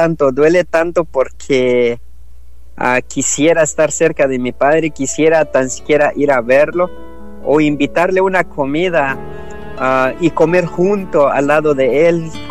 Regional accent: Guatemala; now in United States; le digo que soy de Guatemala, mis padres están en Guatemala, yo estoy aquí en Estados Unidos

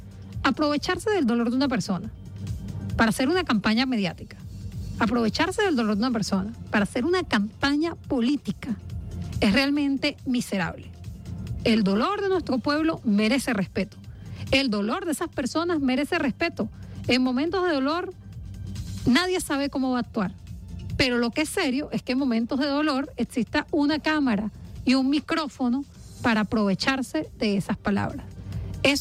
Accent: Venezuela; Eso como venezolanos tenemos que preguntárnoslo

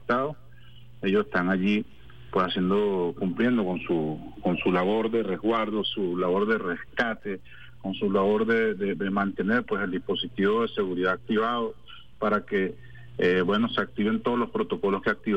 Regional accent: Venezuela

